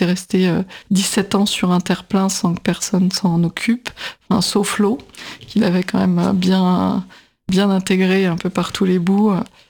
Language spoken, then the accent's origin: French; Paris, Île-de-France, France; j'étais parisienne, qui arrivait en région